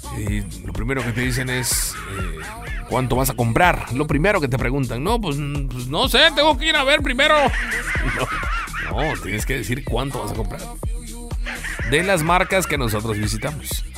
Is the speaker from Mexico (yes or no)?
yes; Mexico; Nosotros, como mexicanos, apoyamos al producto local.